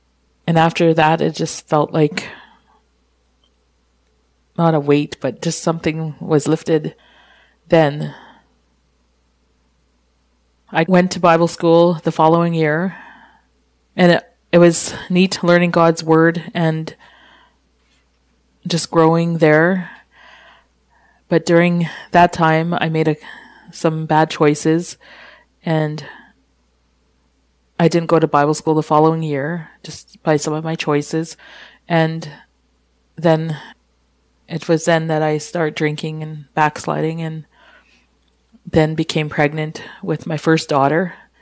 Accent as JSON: {"language": "English", "town": "Kikino", "region": "Alberta", "country": "Canada", "tie": "born or raised there", "said": "I grew up here in Kikino with my parents and two brothers and three sisters."}